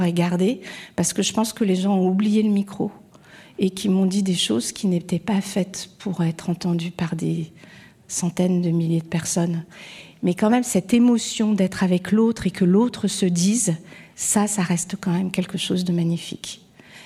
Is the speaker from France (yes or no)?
yes; Malakoff, Île-de-France, France; les gens dont j'habite à Malakoff.